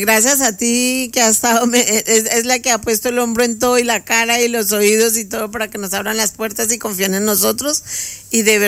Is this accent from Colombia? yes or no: yes; Colombia; also born or lived in Ecuador; now in Spain; yo soy colombiana.